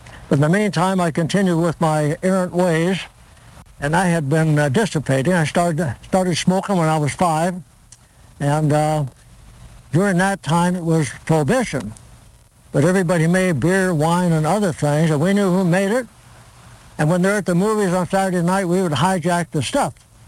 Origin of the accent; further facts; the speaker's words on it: Torrance, California, United States; first language Italian; English is a second language; also born or lived in Olean, New York; And so ever since I was 2 years old, I lived in Torrance, California, just south of L.A., about 20 miles.